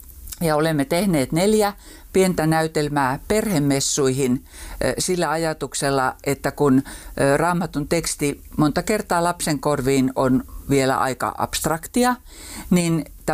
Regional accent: Rovaniemi, Lapland, Finland; moved away as an adult; also born or lived in Helsinki; Olen kyllä alun perin rovaniemeläinen, mutta tämmöinen paluumuuttaja. Eli olen syntynyt ja kasvanut täällä, mutta sitten työelämä vei moneksi vuosikymmeneksi Helsinkiin. Ja sitten kun muutin takaisin

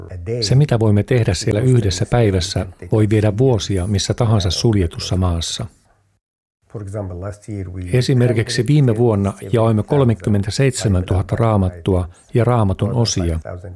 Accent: Egypt; also born or lived in Mauritania; now in Spain; Olin 7 vuotta arabiankielisessä pioneerilähetystyössä Mauritaniassa. Olen kotoisin Egyptistä ja vaimoni on Irakista. Tapasimme Jordaniassa ja muutimme Mauritaniaan.

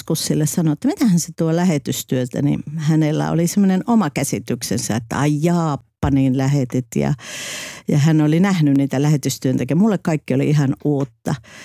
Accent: Oulu, North Ostrobothnia, Finland; moved away as an adult; also born or lived in Tanzania; kun mä tulen itse Pohjois-Suomesta, siellä semmoista liikemiesperheestä

